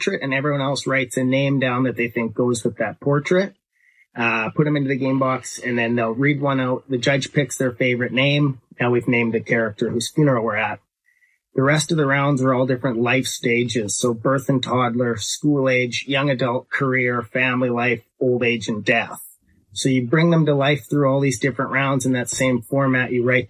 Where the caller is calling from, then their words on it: Saskatoon, Saskatchewan, Canada; I'm calling from Saskatoon, Saskatchewan, Canada.